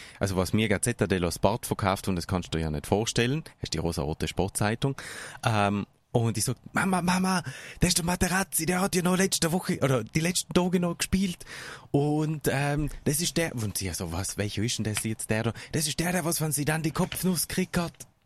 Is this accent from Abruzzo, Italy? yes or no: no; Trentino-Alto Adige, Italy; Also, das war ja es, in Südtirol, da wo ich her bin, da hat es auch so Fußballcamps gegeben.